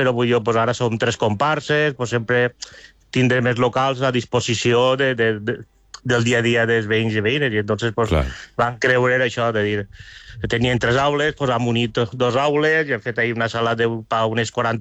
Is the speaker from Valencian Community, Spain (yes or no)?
yes; Palomar, Valencian Community, Spain; com som valencians